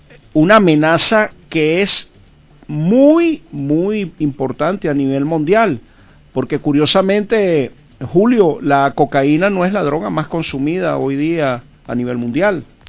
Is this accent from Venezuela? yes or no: yes; Venezuela; Nosotros los venezolanos somos abiertos, somos hospitalarios